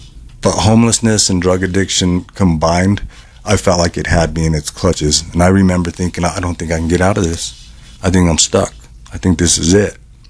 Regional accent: Denver, Colorado, United States; I was chronically homeless on the streets of Denver, my hometown, from 2013, 2014 to 2018

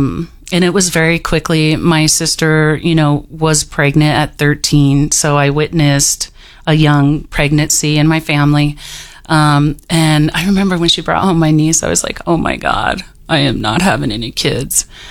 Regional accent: Wheat Ridge, Colorado, United States; I'm from Wheat Ridge, Colorado.

